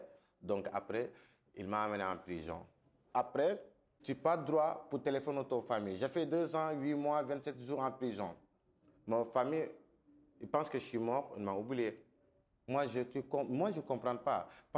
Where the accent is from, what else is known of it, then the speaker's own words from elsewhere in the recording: Senegal; French is a second language; now in Italy; moi je suis sénégalais. Ce n'est pas moi que je suis arrivé pour venir ici en Europe parce que le temps que je suis en Libye, je travaille maçonnerie avec une grande entreprise.